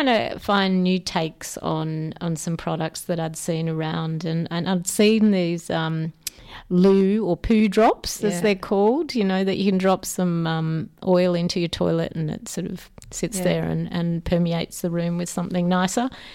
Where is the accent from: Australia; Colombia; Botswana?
Australia; Melbourne, Victoria; So Ed Cooper, I'm originally from Melbourne.